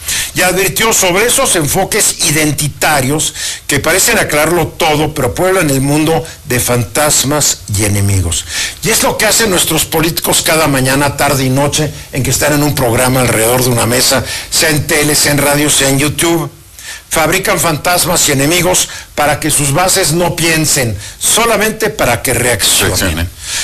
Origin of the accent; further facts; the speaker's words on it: Mexico City, Mexico; born there; No, yo nací en la Ciudad de México, hijo, nieto, bisnieto, tataranieto de chiapanecos.